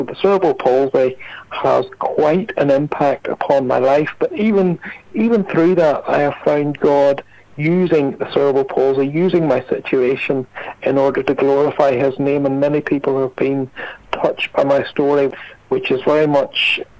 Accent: Ballymena, Northern Ireland, United Kingdom; my home church, which is Victory Praise Community Church, which is in my hometown of Ballymena.

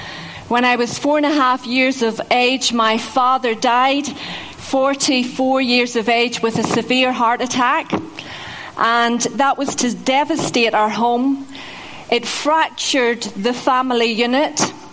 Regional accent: South West England, United Kingdom; accent: North Devon; my North Devon accent

